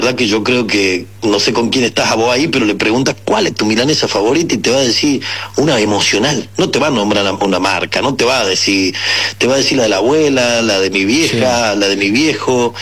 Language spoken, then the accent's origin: Spanish; Tucumán, Argentina; born or raised there; now in Córdoba, Argentina